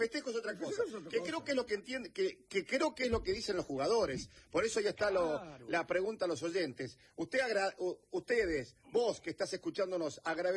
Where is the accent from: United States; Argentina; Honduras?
Argentina; ¿cómo somos nosotros los argentinos?